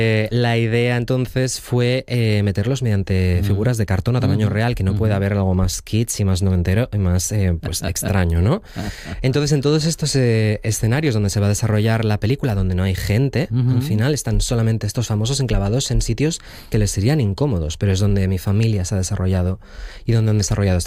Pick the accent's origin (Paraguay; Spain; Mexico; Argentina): Spain; Sariego, Asturias; mi familia, que somos de Sariego. Entonces yo tuve la particularidad, yo creo, de haberme criado en un entorno femenino, con una ganadería por el medio también, y en donde había una peluquería, un salón de estética y un solarium